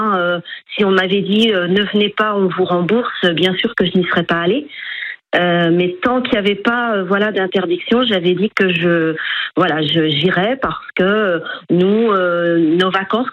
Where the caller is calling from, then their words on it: Château-Gontier, Pays de la Loire, France; Alors nous sommes de Château-Gontier.